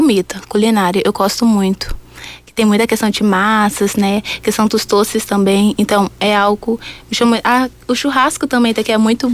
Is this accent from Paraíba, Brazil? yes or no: no; Anapurus, Maranhão, Brazil; moved away as an adult; now in Rio Grande do Sul, Brazil; Eu sou natural de Anapurus, com a cidade que fica 400 quilômetros da capital, que é São Luís.